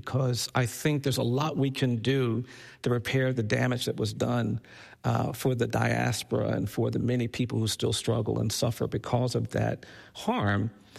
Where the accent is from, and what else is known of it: United States